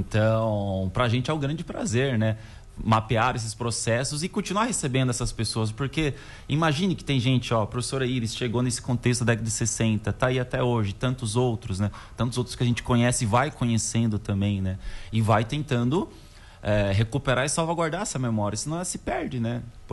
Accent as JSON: {"language": "Portuguese", "region": "São Paulo", "country": "Brazil", "also_born_or_lived": "Videira", "moved": "as an adult", "lives_now": "Pinhalzinho, Brazil", "said": "Eu cheguei aqui no início de 2023, né? Eu sou de São Paulo, né? E para mim não foi uma realidade tão estranha, porque eu já morava aqui em Videira antes e vim para Pinhauzinho, né?"}